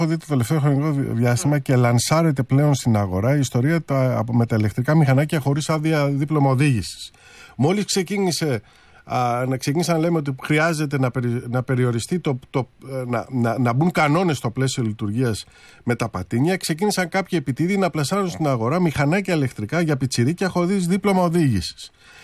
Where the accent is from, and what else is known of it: Greece